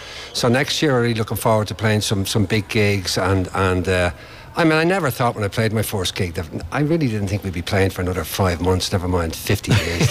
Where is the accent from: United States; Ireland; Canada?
Ireland; Ringsend, Leinster; From Ringsend. I'm not usually this side of the river, so it's unusual to be looking on from this side.